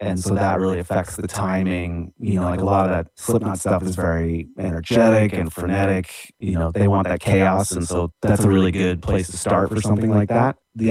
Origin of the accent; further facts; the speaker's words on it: Pennsylvania, United States; I grew up in Pennsylvania, in like the greater Philadelphia area.